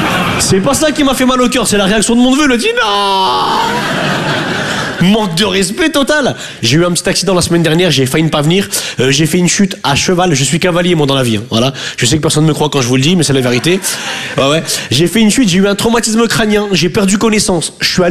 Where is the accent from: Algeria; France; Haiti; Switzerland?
France; northern France; now in Paris, France; Je viens du nord de la France.